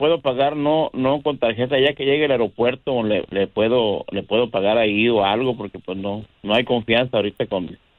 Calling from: Los Angeles, California, United States; Yo vivo aquí en Los Ángeles

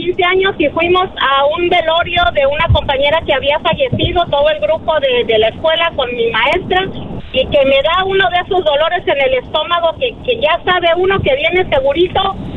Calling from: Dallas, Texas, United States; Desde Dallas, Texas.

